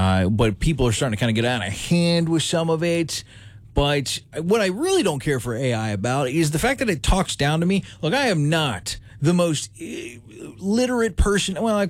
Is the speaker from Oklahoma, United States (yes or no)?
no; Florida, United States; moved away; I'm from Florida. I grew up in a rough and crash area. And that's why I talk the way I do.